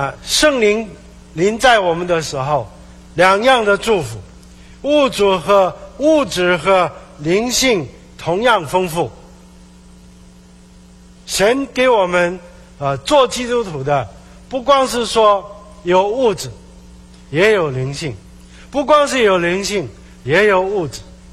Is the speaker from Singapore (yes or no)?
no; China; 我们中国人说十年树木，百年树人。